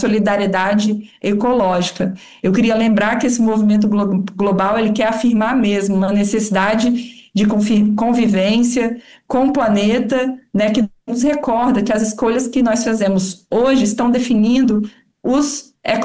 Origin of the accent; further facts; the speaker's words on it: Brazil; como brasileira, parte de um movimento global